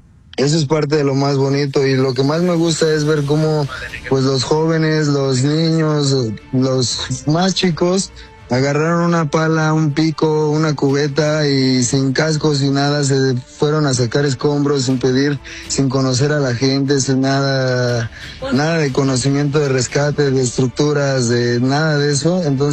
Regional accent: San José de Gracia, Michoacán, Mexico; Yo soy de San José de Gracia, Michoacán.

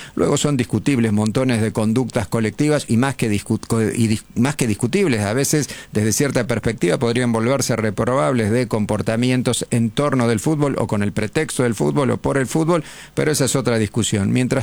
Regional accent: Argentina; Nosotros somos argentinos y argentinas

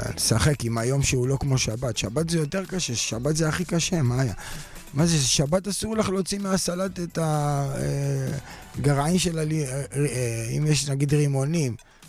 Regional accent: Beit Shemesh, Jerusalem District, Israel; אנחנו גדלנו בבית שמש

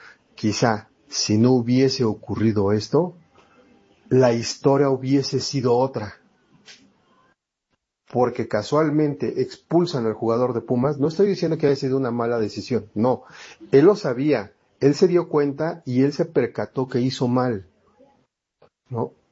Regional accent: Magdalena Contreras, Mexico City, Mexico; soy de acá de Contreras.

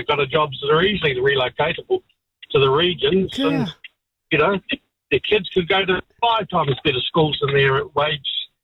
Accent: Palmerston North, Manawatū-Whanganui, New Zealand; moved away; I'm from Palms North originally

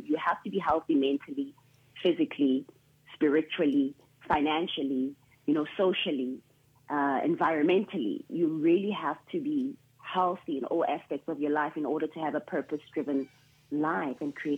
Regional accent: Durban, KwaZulu-Natal, South Africa; So I grew up, I was born in Durban, firstly. My mom had me in Durban and I was raised in a church, the same church that my mom was buried at. And we really lived, it's like the rural areas. I come from the rural background.

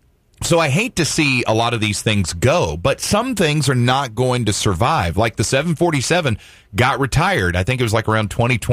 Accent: Mississippi, United States; because where I grew up in Mississippi, you know, there was no internet.

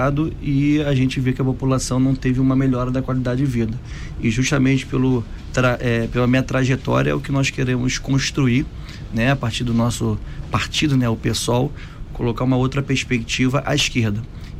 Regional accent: Nova Iguaçu, Rio de Janeiro, Brazil; born there; also born or lived in Campo Grande, Rio de Janeiro; Eu tenho uma origem, sou nascido e criado na Baixada Fluminense, no quilômetro 32 de Nova Iguaçu. Com meus 10 anos de idade eu fui morar em Campo Grande

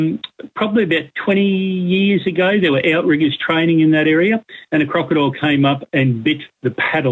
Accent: Rockhampton, Queensland, Australia; I grew up in Rockhampton and used to row in that river.

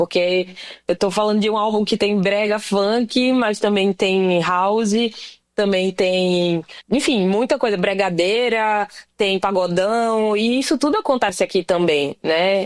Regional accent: Pernambuco, Brazil; now in Recife, Brazil; eu sou preta, sou nordestina, eu sou mãe, eu sou artista, eu sou bissexual.

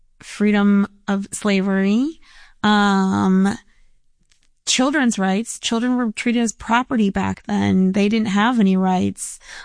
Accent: Omaha, Nebraska, United States; Yes, I'm from Omaha.

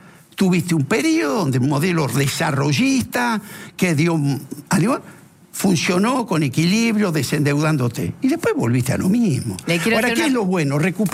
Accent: Basque Country, Spain; Pues a mí como vasco me decís vos, ya está, ¿no?

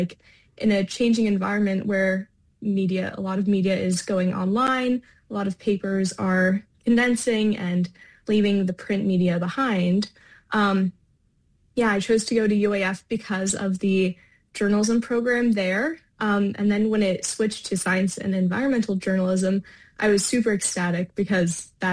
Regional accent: Nome, Alaska, United States; I think growing up in Nome, I was just surrounded by various outdoor activities, right?

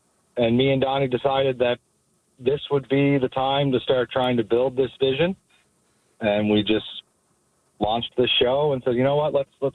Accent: North Sydney, Nova Scotia, Canada; I personally grew up, when I was very young, I grew up in North Sydney, and I spent most of my summers up here at the exhibition, partaking as a young child.

